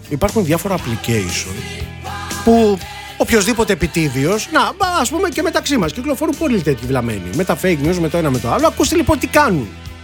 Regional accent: Molaoi, Peloponnese, Greece; στο χωριό μου στους Μολάους.

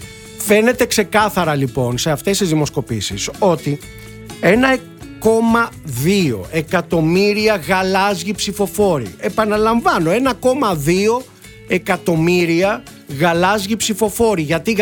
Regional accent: Molaoi, Peloponnese, Greece; στο χωριό μου στους Μολάους.

